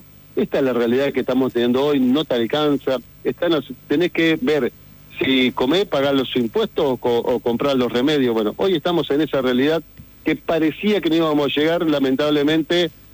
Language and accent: Spanish; Concepción del Uruguay, Entre Ríos, Argentina; Yo vengo de una localidad, vivo en una localidad, soy oriundo de Concepción del Uruguay